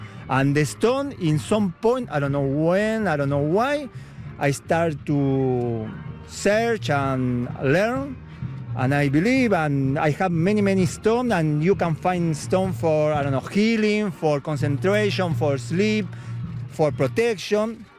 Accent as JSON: {"language": "English", "region": "Buenos Aires", "country": "Argentina", "tie": "born or raised there", "moved": "yes", "lives_now": "Canada", "said": "In Argentina, in Buenos Aires, yes."}